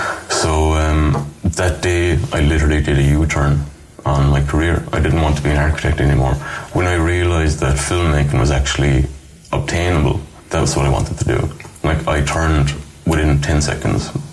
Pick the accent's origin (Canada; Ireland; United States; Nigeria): Ireland; Kinrush; Horse fairs are probably one of the more prominent memories of Kinrush. You know, when I was younger, hanging out with my friends, running around the woods. I had a good group of friends when I was growing up, and I lived basically here in the estate as well.